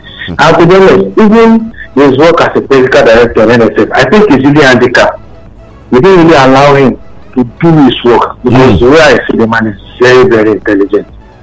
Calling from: Nigeria; Calling from Ogadio.

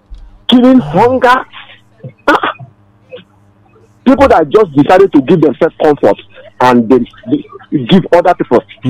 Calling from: Nigeria

